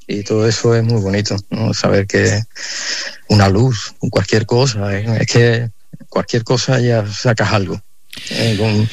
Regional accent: Alcalá de Guadaíra, Andalusia, Spain

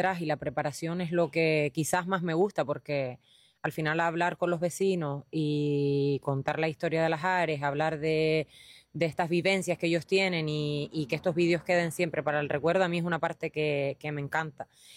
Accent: Lajares, Canary Islands, Spain

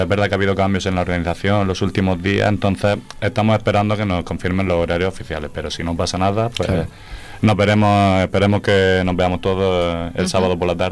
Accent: Molina de Segura, Region of Murcia, Spain; nosotros que somos aquí de Molina los cuatro

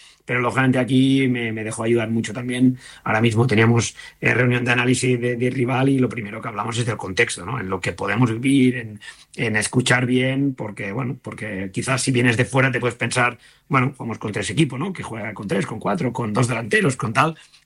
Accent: Granollers, Catalonia, Spain; Quien realmente ha seguido mi carrera y quien me conocía incluso estando, da igual, en mi pueblo, en Granollers, en Español, en Barça

